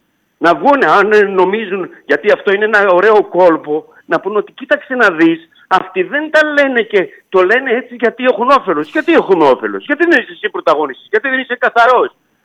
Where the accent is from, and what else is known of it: Patras, Western Greece, Greece